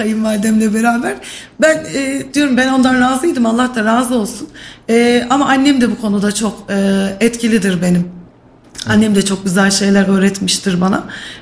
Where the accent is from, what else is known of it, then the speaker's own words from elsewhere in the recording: Kayseri, Turkey; Yeni evliyim. Ben de Kayseri'nin yerlisiyim. Eşim de Kayseri'nin yerlisi.